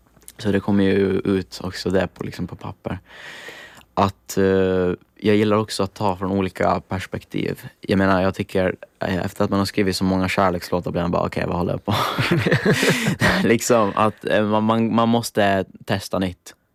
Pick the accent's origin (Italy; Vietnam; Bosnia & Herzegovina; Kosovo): Italy; åtminstone på italienska där jag kommer ifrån